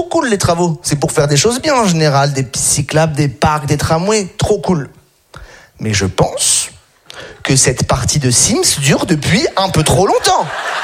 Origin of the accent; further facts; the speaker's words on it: Nice, Provence-Alpes-Côte d'Azur, France; born there; J'ai 31 ans, d'accord. J'habite à Nice depuis environ 31 ans.